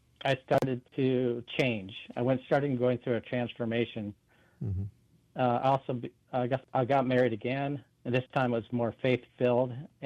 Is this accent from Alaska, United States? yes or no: yes; Alaska, United States; moved away; also born or lived in Washington; Okay, I grew up in Alaska, and in my youth, and moved to Washington with my parents to get to know my grandparents a little bit.